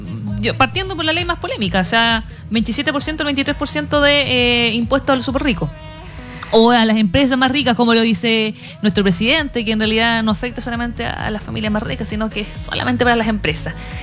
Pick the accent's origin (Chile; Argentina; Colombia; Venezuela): Chile; nosotros como chilenos o chilenas